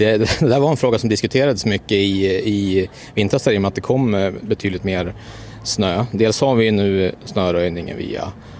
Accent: Norrland, Sweden; now in Burlöv, Sweden; jag som inflyttad norrlänning, det går alltid att dra lite på munnen åt snöröjning i Skåne så. Men där skickar man inte ut folk på cyklar i januari, det gör vi här i Burlöv.

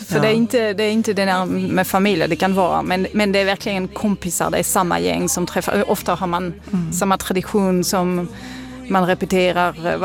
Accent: France; Swedish is a second language; now in Sweden

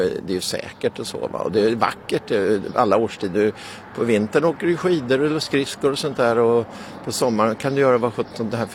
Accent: Stockholm, Stockholm County, Sweden; now in Djursholm, Sweden; Jag är uppvuxen alltså, som, på Kungsholmen i Stockholm.

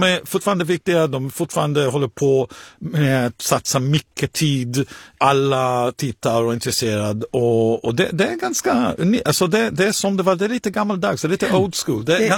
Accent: Israel; now in Sweden; I Israel till exempel, mitt hemland, så är det inte på helgen.

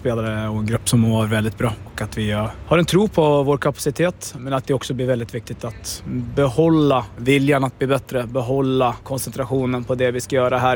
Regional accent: Västerås, Västmanland County, Sweden; Som västeråsare

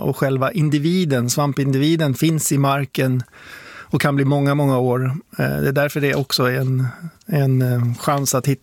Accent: Sweden; Jag är svensk, det är hemligt.

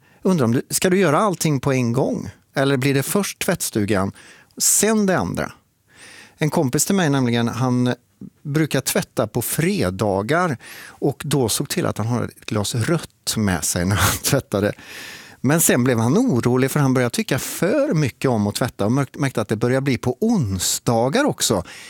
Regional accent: Trollhättan, Västra Götaland County, Sweden; jag är ju från Trollhättan

